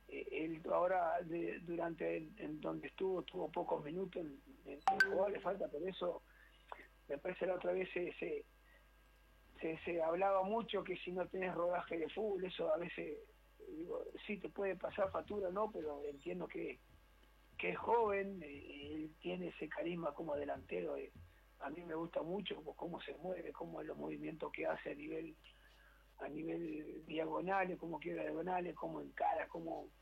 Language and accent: Spanish; Uruguay; born there; moved away as an adult; quería que mis hijos me vieran en la selección de mi pueblo, donde yo había nacido